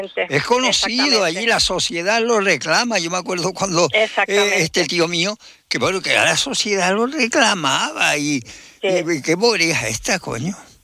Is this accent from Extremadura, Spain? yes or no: no; Guatiza, Canary Islands, Spain; born there; Yo nací en Guatiza